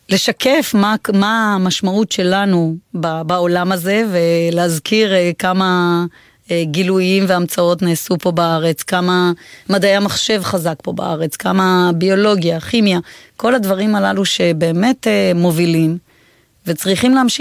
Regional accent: Venezuela; also born or lived in United States; now in Israel; חייתי המון שנים בחול, גם גדלתי בחול בוונצואלה.

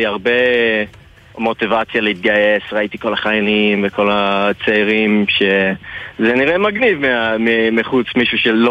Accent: Australia; Hebrew is a second language; moved away as an adult; now in Israel; כל המשפחה של אבא שלי פה בארץ, אז כן, נולדתי וגדלתי באוסטרליה, אבל כל שנתיים, שלוש שנים אנחנו באנו לפה לבקר סבתא, דוד, דודה

